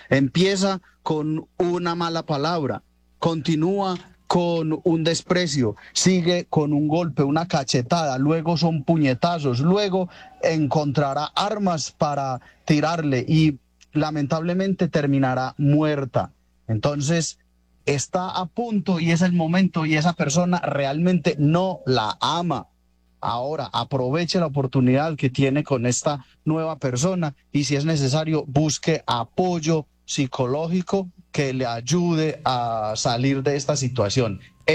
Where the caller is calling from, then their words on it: Buenos Aires, Argentina; de Buenos Aires